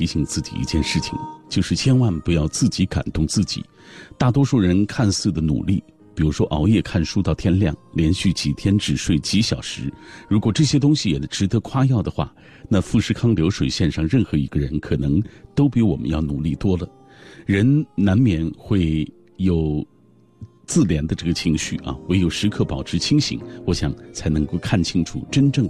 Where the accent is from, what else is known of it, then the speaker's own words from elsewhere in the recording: China; 我们中国人